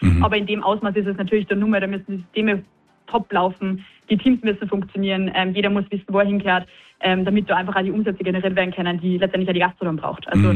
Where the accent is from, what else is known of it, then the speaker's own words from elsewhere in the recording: Salzburg, Austria; Aber natürlich auch bei mir als Salzburgerin